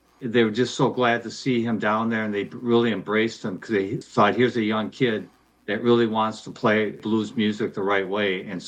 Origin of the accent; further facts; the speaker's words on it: Saint Paul, Minnesota, United States; But I grew up in St. Paul and I've been here all my life